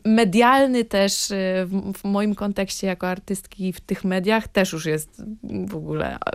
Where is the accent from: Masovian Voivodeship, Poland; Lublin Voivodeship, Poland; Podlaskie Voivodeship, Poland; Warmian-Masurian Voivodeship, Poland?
Warmian-Masurian Voivodeship, Poland; moved away; ja jestem z Mazur i zawsze lubię to podkreślać